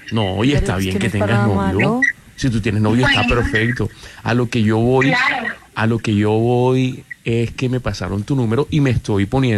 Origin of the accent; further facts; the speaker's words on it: Barranquilla, Atlántico, Colombia; Yo soy de aquí de Barranquilla.